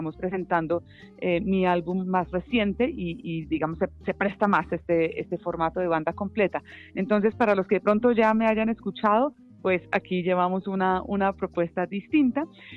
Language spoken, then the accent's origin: Spanish; Colombia; me remueve así las entrañas y me siento como más colombiana cuando escucho esa canción.